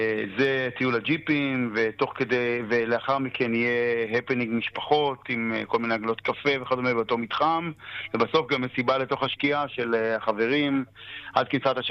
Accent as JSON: {"language": "Hebrew", "town": "Yogev", "region": "Northern District", "country": "Israel", "tie": "born there", "also_born_or_lived": "Kibbutz Megiddo", "said": "אני נולדתי במושב היוגב, גם אופרי, אבל היינו 15 שנה חברי קיבוץ מגידו, שחזרנו חזרה למושב"}